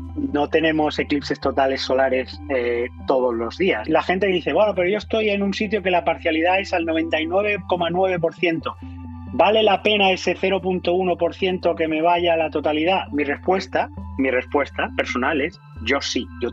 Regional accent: Terrassa, Catalonia, Spain; moved away as an adult; now in United States; soy natural de Tarrasa y llevo toda mi vida adulta en Estados Unidos, que fue donde estudié mi doctorado de astronomía, y ya me quedé allí haciendo carrera.

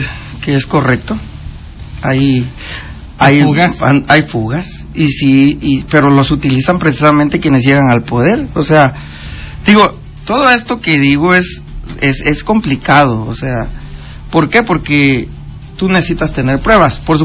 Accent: Petatlán, Guerrero, Mexico; born or raised there; now in Zihuatanejo, Mexico

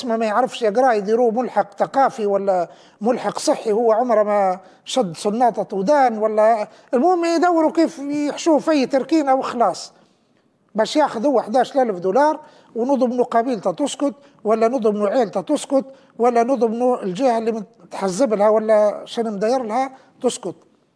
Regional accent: Libya; إحني بدل كلنا كليبيين، كلنا واني منكم

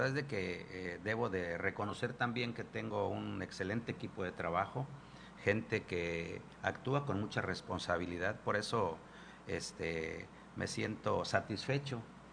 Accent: San José de las Flores, Mexico; nací en San José de las Flores, ya hace muchos años. Crecí en San José de las Flores, sigo viviendo en San José de las Flores

